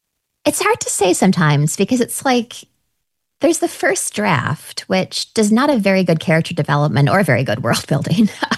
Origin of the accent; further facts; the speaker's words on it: Vancouver Island, British Columbia, Canada; moved away as an adult; now in New York City, United States; I'm from rural British Columbia. I grew up on Vancouver Island. I have at this point been in New York City for really my entire adult life. I came here when I was 22 years old.